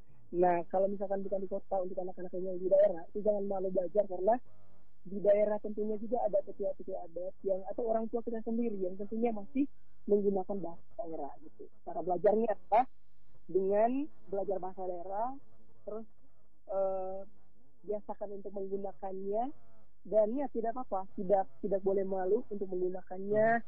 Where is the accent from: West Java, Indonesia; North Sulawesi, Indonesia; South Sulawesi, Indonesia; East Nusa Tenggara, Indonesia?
East Nusa Tenggara, Indonesia; Manggarai; Saya dikatakan orang Manggarai ketika saya bisa berbahasa Manggarai.